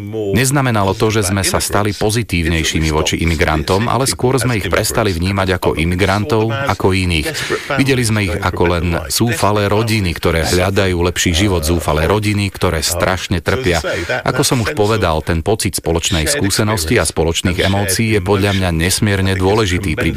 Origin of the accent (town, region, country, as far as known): United Kingdom